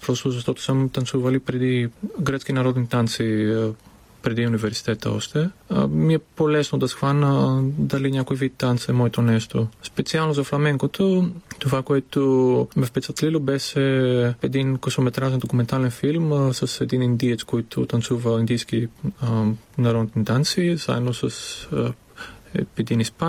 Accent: Veria, Central Macedonia, Greece; Bulgarian is a second language; now in Bulgaria; Особено родния ми град Верия, отнема по-малко време да дойда до София, отколкото от там за Атина.

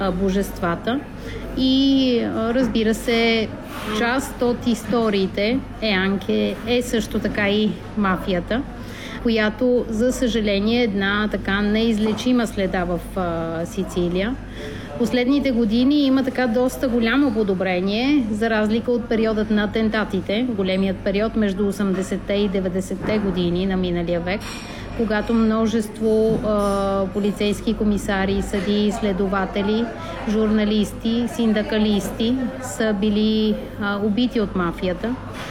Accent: Sofia, Sofia City, Bulgaria; moved away as an adult; now in Palermo, Italy; Омъжих се, съпругът ми от Палермо и се преместих от София в Палермо 2001 година

